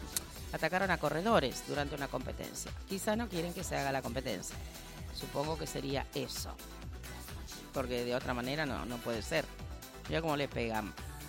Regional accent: Argentina; y somos argentinos.

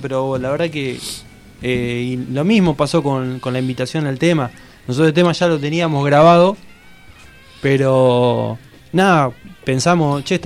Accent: Entre Ríos, Argentina; moved away; yo tengo soy oriundo de Entre Ríos. Y bueno, cada tanto voy para allá

